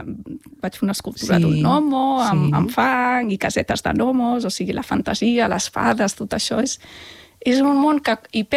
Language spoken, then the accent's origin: Catalan; Amposta, Catalonia, Spain; Jo vaig néixer a Amposta, en poblet del Delta de l'Ebre, que no tenim família allà, però bueno, els meus pares van anar allà buscant-se la vida, com molta gent, i allà ens van acollir superbé. I bueno, vaig tenir una infantesa doncs a un poble petit